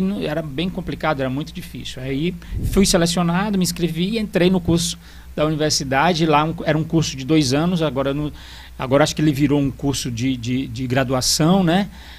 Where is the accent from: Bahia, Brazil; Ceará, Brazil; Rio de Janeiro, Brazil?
Ceará, Brazil; Pacajus; born there; Nasci em Pacajus.